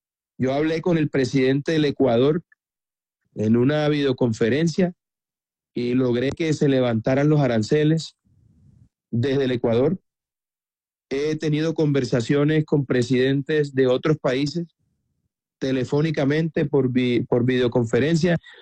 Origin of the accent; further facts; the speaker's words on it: Caribbean Region, Colombia; Soy un hombre de provincia, soy un hijo del Caribe